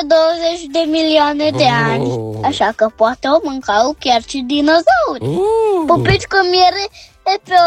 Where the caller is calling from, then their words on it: Bucharest, Romania; din București.